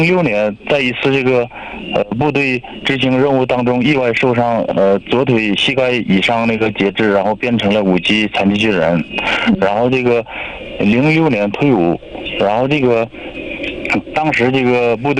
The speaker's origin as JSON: {"language": "Chinese", "town": "Tongliao", "region": "Inner Mongolia", "country": "China", "tie": "born there", "said": "我是一名那个残疾军人，然后我出生在这个通辽市库伦旗芒汉苏姆"}